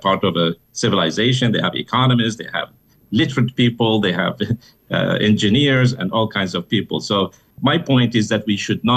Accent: Iraq; I mean, I'm not Yemeni, I'm from Iraq

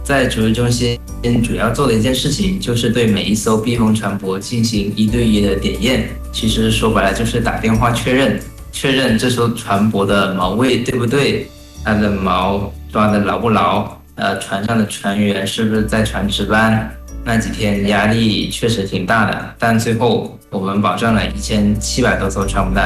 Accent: Haikou, Hainan, China; 海南海口人。

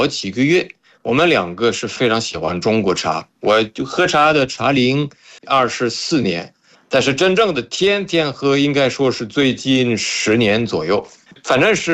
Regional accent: France; Chinese is a second language; now in China; 我是法国人，然后

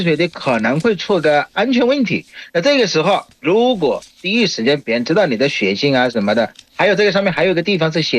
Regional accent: Bangladesh; Chinese is a second language

